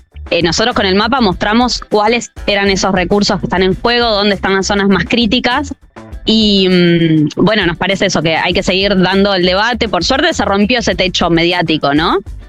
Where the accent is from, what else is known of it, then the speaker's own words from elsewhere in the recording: Junín, Buenos Aires Province, Argentina; Yo soy de Junín